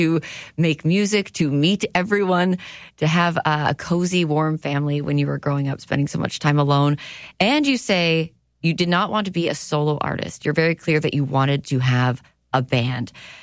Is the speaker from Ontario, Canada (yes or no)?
yes; Toronto, Ontario, Canada; I'm from Toronto and I never met Dallas